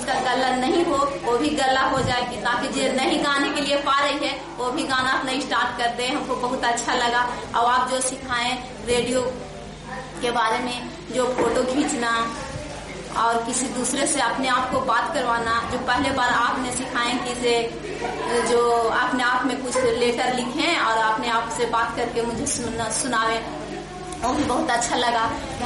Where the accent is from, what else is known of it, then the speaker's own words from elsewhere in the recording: Deo, Bihar, India; मैं देव की रहने वाली हूँ, मैं यहाँ की दो हूँ